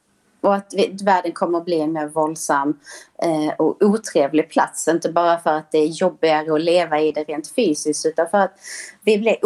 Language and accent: Swedish; Sweden; Nej, men alltså som svensk så är man ju sällan utsatt för en sån typ av värme